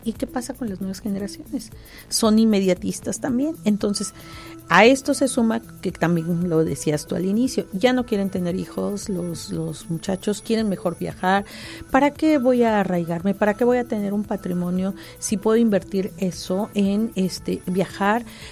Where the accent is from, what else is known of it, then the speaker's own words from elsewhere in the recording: Baja California, Mexico; nos sentimos muy orgullosos de la gastronomía baja californiana